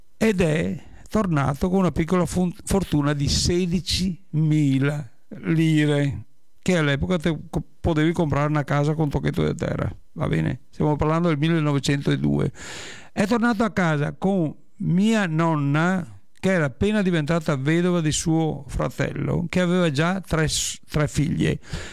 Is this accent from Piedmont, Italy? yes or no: no; Veneto, Italy; born there; mi sono nato a Bovoenda